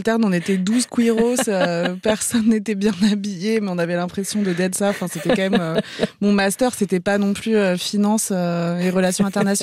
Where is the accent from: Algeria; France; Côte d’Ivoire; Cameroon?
Algeria; born there; je suis née en Algérie pendant la guerre civile